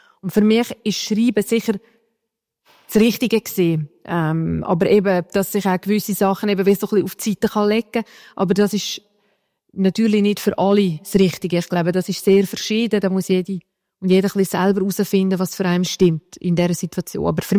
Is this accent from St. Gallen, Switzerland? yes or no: yes; Sargans, St. Gallen, Switzerland; also born or lived in Mels; ich bin in Sargasse aufgewachsen, ich habe Heimatort Mels, oder? Also dort fragt dich niemand.